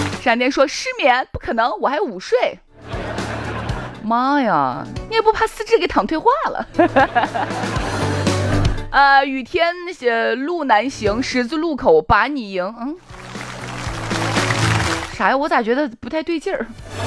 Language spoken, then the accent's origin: Chinese; Xi'an, Shaanxi, China; 我们西安人